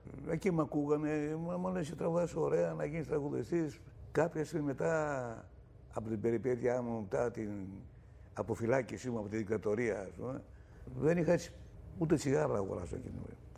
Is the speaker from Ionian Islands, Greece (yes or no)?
no; Doubia, Central Macedonia, Greece; moved away; also born or lived in Piraeus; Είμαι από τα Δουμπιά, βγάζει ένα περίφημο μεταλλικό νερό.